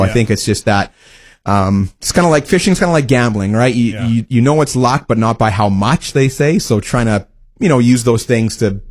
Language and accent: English; Wawota, Saskatchewan, Canada; born or raised there